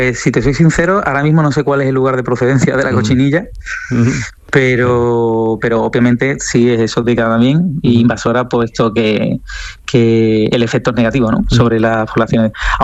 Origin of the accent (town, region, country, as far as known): Sanlúcar de Barrameda, Andalusia, Spain